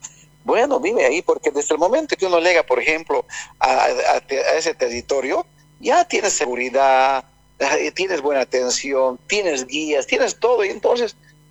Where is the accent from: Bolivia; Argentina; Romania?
Bolivia; hay cataratas naturales en los yungas de mi pueblo